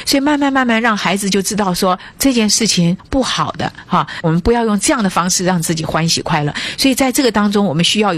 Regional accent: China; moved away

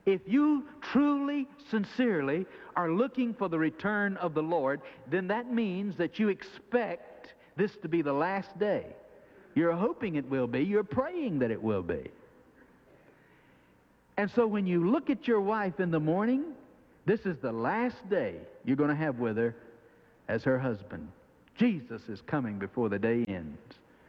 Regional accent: Jacksonville, Florida, United States; I grew up out here in Riverside, here in Jacksonville

